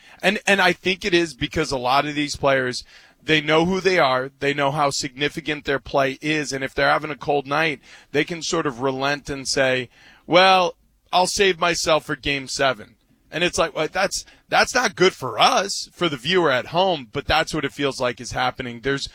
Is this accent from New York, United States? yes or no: yes; New York, United States; I grew up in New York, you know, so I've got buddies who have, you know, not only big interest in the series